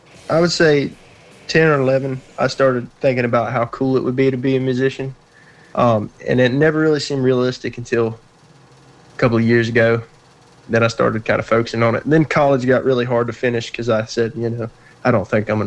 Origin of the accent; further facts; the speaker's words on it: Augusta, Georgia, United States; Yes, sir. I'm from Augusta, Georgia. I was born here and I was raised here. But I've been in Statesboro for the past 4 years.